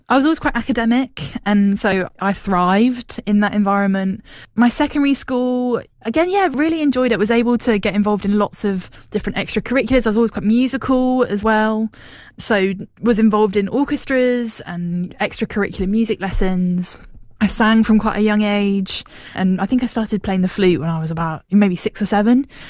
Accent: South West England, United Kingdom; accent: West Country; I grew up in West Wiltshire. I mean, when I say I'm from the West Country, people kind of say Wiltshire's not really the West Country. But if you've heard the accent, then it absolutely is.

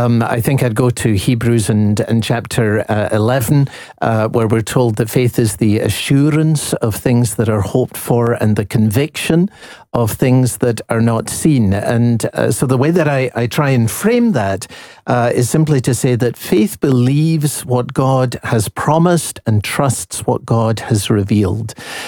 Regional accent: Edinburgh, Scotland, United Kingdom; accent: Scottish; moved away as an adult; also born or lived in London; now in Chicago, United States; I was born and raised in Edinburgh, and I guess you never lose your roots. Served as a pastor in London, in Enfield, North London, for 16 years. Been in Chicago for 30 years

